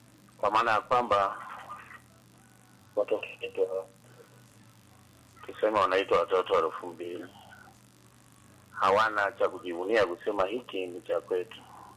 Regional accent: Tanzania; Mimi ni Msukuma bwana Mr. P. Sisi wakati tunakuwa miaka ile uwezo ka pewa posa au kuruhusiwa kuwa kama hujajenga nyumba, tunaitaga sisi kwa lugha ya Kisukuma maji.

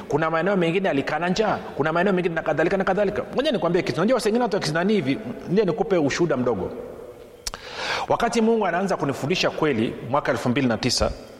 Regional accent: Tanzania; katika taifa letu la Tanzania

